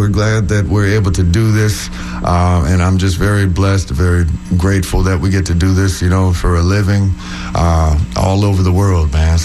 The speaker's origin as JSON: {"language": "English", "town": "Orlando", "region": "Florida", "country": "United States", "tie": "born or raised there", "moved": "as an adult", "lives_now": "Tampa Bay, United States", "said": "I moved to Tampa Bay in 2011. And I grew up in Orlando, and I moved to Tampa Bay"}